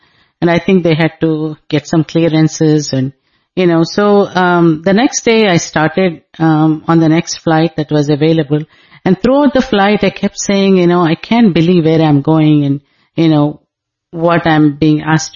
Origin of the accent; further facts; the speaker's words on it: Hyderabad, Telangana, India; I'm from Andhra Pradesh, Hyderabad